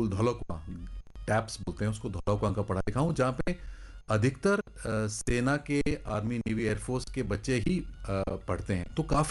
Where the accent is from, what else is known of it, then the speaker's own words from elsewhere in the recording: Jatu Lohari, Haryana, India; और मैं वैसे हरियाणा का रहने वाला हूँ, हमारा मेरा गांव जाटू लोहारी भिवानी में जी।